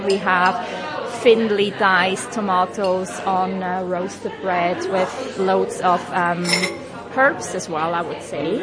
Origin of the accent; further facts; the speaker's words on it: Switzerland; now in Manchester, United Kingdom; you will hear that I do not sound British in the slightest. It's because I'm originally from Switzerland, so I moved here 9 years ago, and I've been seven of those in Manchester